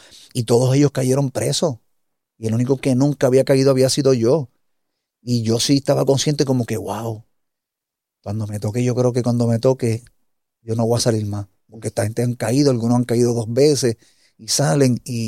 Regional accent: Puerto Rico; nosotros como puertorriqueños

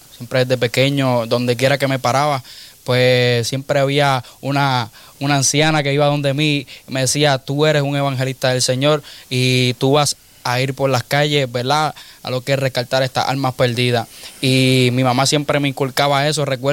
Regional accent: Trujillo Alto, Puerto Rico; yo me crié y nací en Trujillo Alto. Toda mi vida he sido de Trujillo Alto. Nací en el residencial Nuestra Señora Covadonga.

